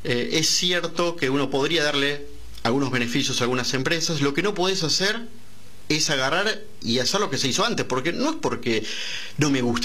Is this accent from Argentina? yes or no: yes; Argentina